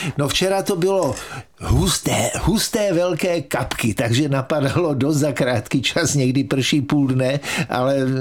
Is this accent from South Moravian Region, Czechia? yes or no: no; Holice, Pardubice Region, Czechia; jsem vyrůstal v Holicích